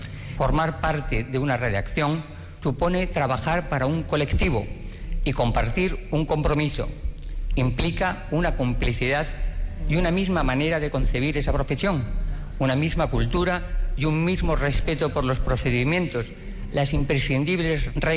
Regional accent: Madrid, Community of Madrid, Spain; born there; Yo nací en Madrid, mi padre era de Úbeda, de Jaén, y mi madre era cubana.

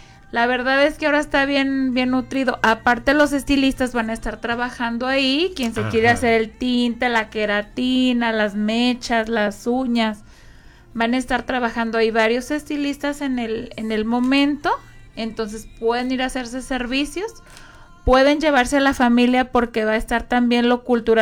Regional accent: Sombrerete, Zacatecas, Mexico; Soy de Sombrerete, Zacatecas.

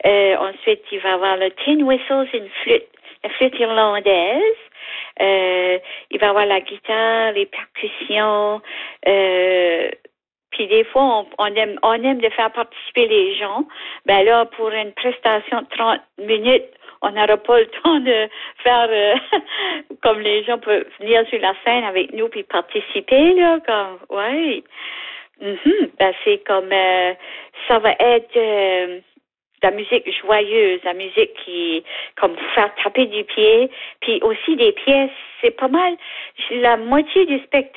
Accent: Pointe-Sapin, New Brunswick, Canada; C'est comme moi, je suis née à Pointe-Sapin, puis j'ai vécu comme toute la déportation du parc Couchibouguac, comme les maisons qui étaient abandonnées.

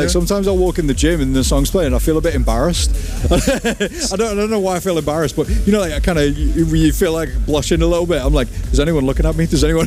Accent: England, United Kingdom; And I'm from England, so I don't really like the sun.

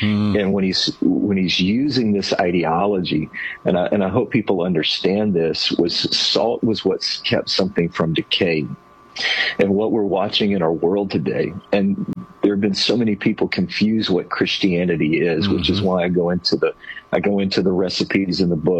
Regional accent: Arkansas, United States; I grew up in Arkansas, so you know, if there was a Southern translation of the Bible, it would translate it, y'all are the salt of the earth.

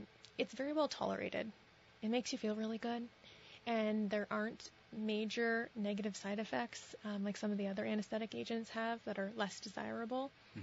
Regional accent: Sheldon, Vermont, United States; I grew up in Sheldon, Vermont.

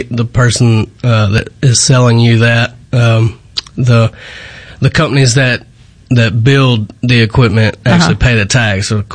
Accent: Jackson, Mississippi, United States; Well, I grew up here in Northeast Jackson, kind of running all the creeks and rivers in the woods barefooted

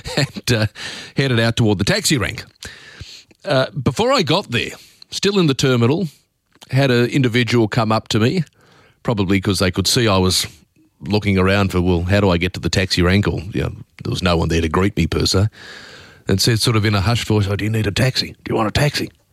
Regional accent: Australia; I mean, I'm an Australian and I've been around a bit.

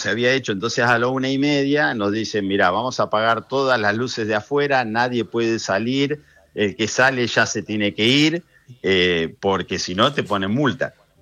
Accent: Argentina; Y resulta que nos juntamos como 50 argentinos.

